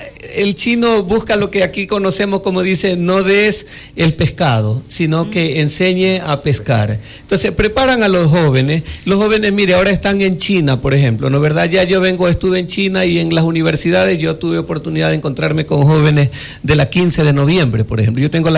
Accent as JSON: {"language": "Spanish", "town": "Quevedo", "region": "Los Ríos", "country": "Ecuador", "said": "como yo soy de Quevedo"}